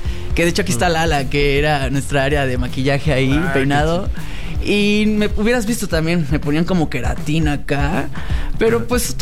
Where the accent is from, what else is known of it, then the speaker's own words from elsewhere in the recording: Los Cabos, Baja California Sur, Mexico; Es que yo soy de allá de Los Cabos.